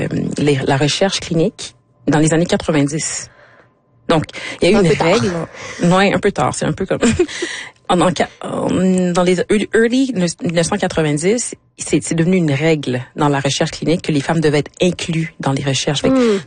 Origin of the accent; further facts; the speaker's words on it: Quebec, Canada; born there; Je suis née au Québec. C'est ma maison, c'est mon pays.